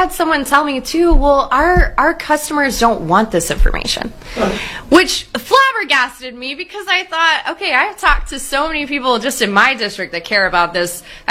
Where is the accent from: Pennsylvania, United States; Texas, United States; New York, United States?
Texas, United States; Round Rock; So I grew up in Round Rock. That's where I represent.